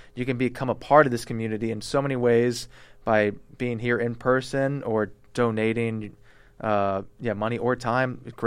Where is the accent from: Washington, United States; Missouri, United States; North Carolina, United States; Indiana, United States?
Missouri, United States; St. Louis; I grew up in St. Louis, Missouri.